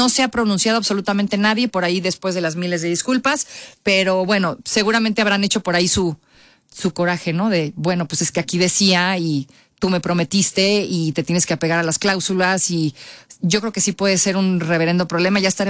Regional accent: Mexico; Somos mexicanos, insisto, y los partidos somos la sede

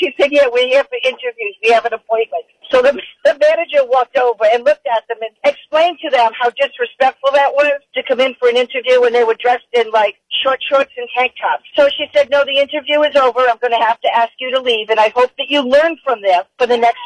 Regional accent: Warwick, Rhode Island, United States; I'm from Warwick.

